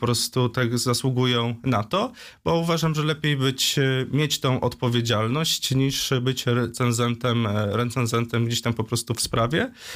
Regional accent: Wrocław, Lower Silesian Voivodeship, Poland; born there

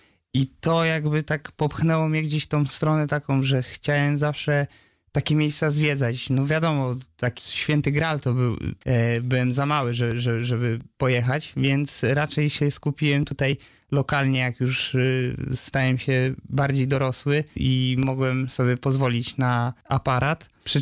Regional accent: Wrocław, Lower Silesian Voivodeship, Poland; napisałem, że też jestem z Wrocławia

